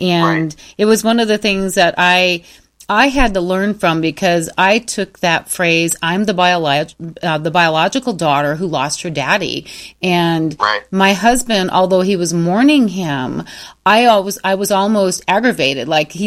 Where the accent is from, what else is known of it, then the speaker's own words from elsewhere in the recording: Michigan, United States; now in Arizona, United States; but I've been in Arizona for many, many years, but Michigan is still my home state.